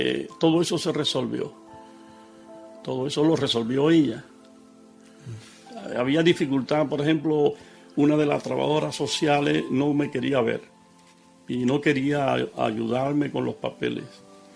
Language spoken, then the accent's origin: Spanish; Cuba; moved away as an adult; now in Barcelona, Spain; Ella no está aquí en Barcelona, ahora está en Estados Unidos. Y precisamente cuando yo salí de Cuba, ella se quedó allá.